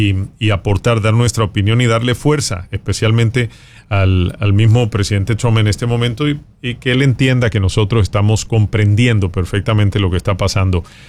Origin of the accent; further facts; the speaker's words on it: Colombia; now in Miami, United States; Pasa igual, yo soy colombiano, pero uno se cubaniza porque entiende la causa